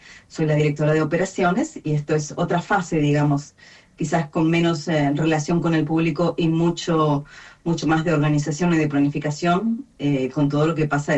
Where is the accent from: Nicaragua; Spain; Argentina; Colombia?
Argentina; Patagonia; nosotros como argentinos y como patagónicos no tenemos a veces idea de la repercusión de nuestro país fuera de Argentina